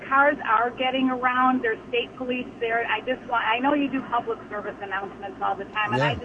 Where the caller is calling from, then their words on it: Whiting, Indiana, United States; I was a Hoosier. I was from Whiting, Indiana